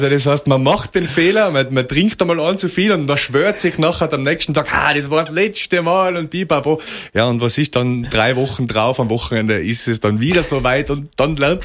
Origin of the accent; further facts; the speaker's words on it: Tyrol, Austria; Es gibt ganz, ganz viele Schicksale, auch speziell bei uns in Österreich, auch in Tirol, wo man sich halt denkt